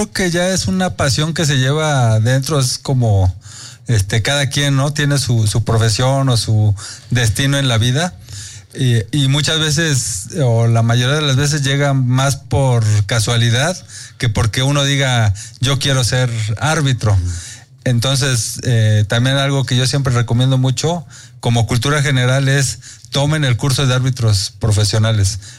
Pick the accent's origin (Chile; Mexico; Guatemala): Mexico; Es algo que tienen que hacer como mexicanos en su vida.